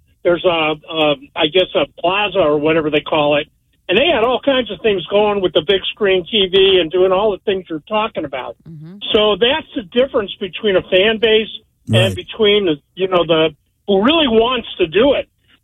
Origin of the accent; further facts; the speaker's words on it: Cleveland, Ohio, United States; now in Tampa, United States; I'm transplanted from Cleveland here to the Tampa Bay area.